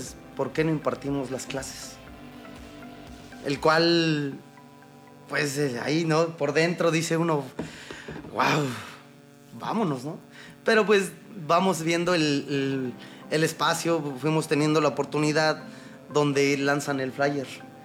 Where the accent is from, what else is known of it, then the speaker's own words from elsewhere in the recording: Mexico City, Mexico; now in Ciudad del Carmen, Mexico; Entonces, pues vengo de la Ciudad de México, donde se entrena o es muy natural el ver un cuadrilátero o un gimnasio. Y entonces aquí de la nada llego a Ciudad del Carmen